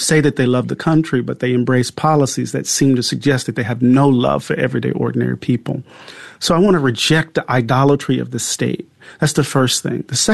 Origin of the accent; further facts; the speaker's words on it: Mississippi, United States; I'm from Mississippi.